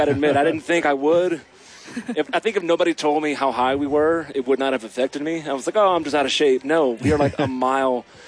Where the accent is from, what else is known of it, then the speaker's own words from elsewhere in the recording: Eunice, Louisiana, United States; now in Lafayette, United States; Yeah, I'm from Eunice originally, but I live in Lafayette, which is like the big Cajun city, you know.